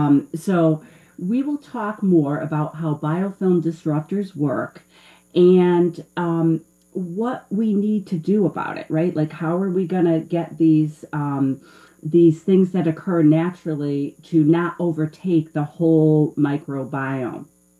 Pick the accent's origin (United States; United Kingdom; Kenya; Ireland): Ireland; I'm the Irish dietitian, so we don't count alcohol calories at Harmony with Food.